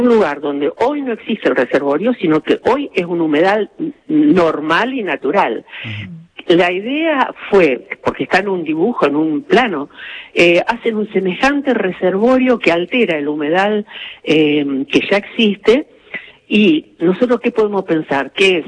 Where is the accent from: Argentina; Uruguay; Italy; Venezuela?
Argentina; Santa Fe; nosotros como santafesinos